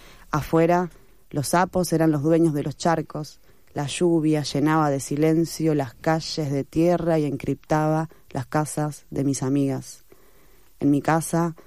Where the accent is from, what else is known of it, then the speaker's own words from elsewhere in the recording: Argentina; Por suerte soy argentina.